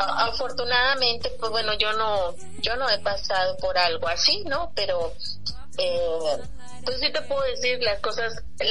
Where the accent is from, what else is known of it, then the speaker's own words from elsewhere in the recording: Tamaulipas, Mexico; born there; now in Yucatán, Mexico; yo te puedo decir, allá en Tamaulipas, porque pues yo nací en Tamaulipas